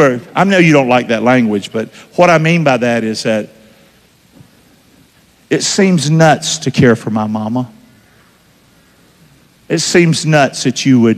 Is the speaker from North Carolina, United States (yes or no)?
yes; Rockingham, North Carolina, United States; I'm from Rockingham.